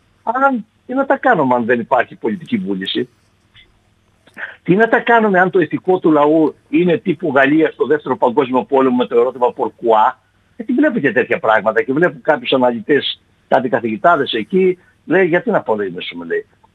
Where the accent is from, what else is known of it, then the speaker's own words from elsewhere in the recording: Epirus, Greece; Στην πατρίδα μου την Ήπειρο.